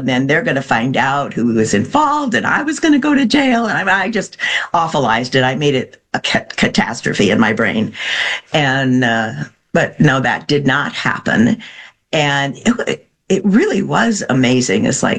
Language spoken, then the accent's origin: English; Mansfield, Ohio, United States; I grew up in Ohio, Mansfield.